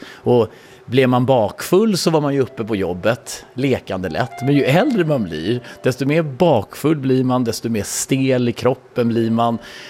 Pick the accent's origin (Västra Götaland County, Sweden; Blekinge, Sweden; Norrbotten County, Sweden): Blekinge, Sweden; Karlshamn; en liten bondgård utanför Karlshamn i Blekinge. Alltså, ett sånt där Astrid Lindgren-värld. Alltså jag växte upp som Emil i Lönneberga kan man säga.